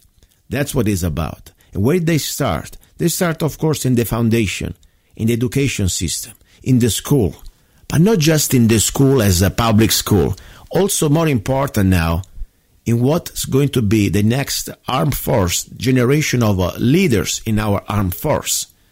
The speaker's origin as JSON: {"language": "English", "country": "United States", "said": "not just the American, because I'm an American first, but also humans from around the world."}